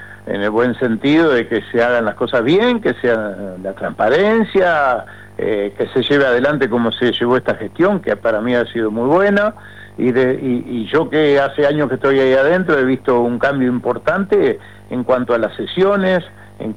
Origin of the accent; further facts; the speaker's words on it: Uruguay; Futbolero como todo uruguayo.